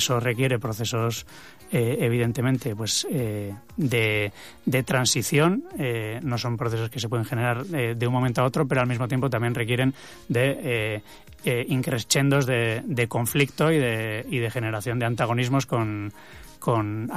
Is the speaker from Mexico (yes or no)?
no; Basque Country, Spain; somos una misión, una delegación de 13 personas que venimos de todas del País Vasco